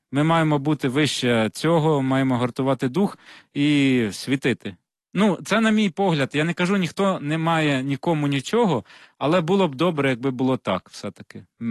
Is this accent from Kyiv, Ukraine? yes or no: no; Yuzhne, Odesa Oblast, Ukraine; центр лежав неподалік від мосту сучасного міста, звідки я родом, Южна, а тепер уже Південна Українська.